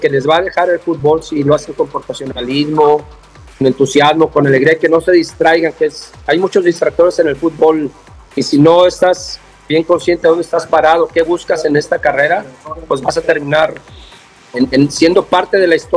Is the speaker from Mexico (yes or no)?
yes; Mexico; yo como mexicano